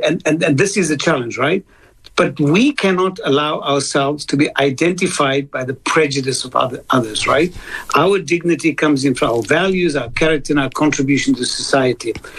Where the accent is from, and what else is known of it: South Africa; moved away as an adult; also born or lived in Malaysia; now in Perth, Australia